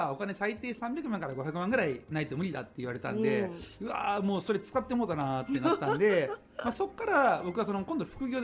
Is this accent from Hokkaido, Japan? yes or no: yes; Sapporo, Hokkaido, Japan; now in Osaka, Japan; 今私大阪に住んでるんですけども、もともと北海道札幌出身でして、